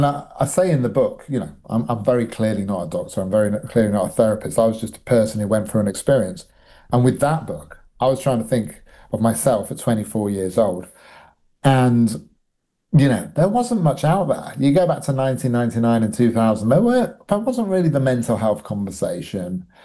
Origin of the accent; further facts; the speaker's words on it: United Kingdom; growing up in Britain and our sort of drink culture over here.